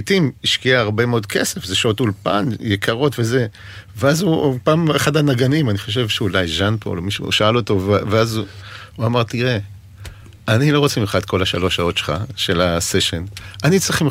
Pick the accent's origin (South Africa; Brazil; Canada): Brazil; אני שמעתי את השיר, אולי בגלל שגדלתי בברזיל, ששמעתי את … ידעתי שזה מה שאני רוצה להתעסק בחיים.